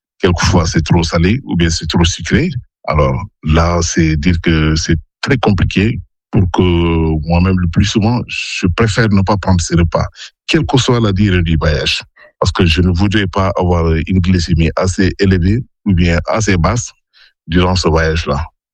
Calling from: Saint-Louis, Senegal; Je vous appelle de Saint-Louis, du Sénégal. J'ai 60 ans.

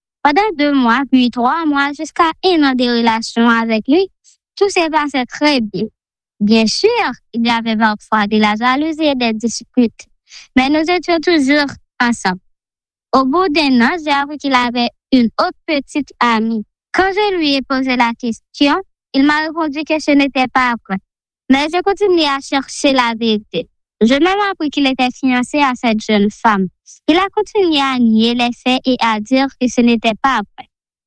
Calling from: Haiti; je suis une Haïtienne, je vis en Haïti, j'ai 20 ans.

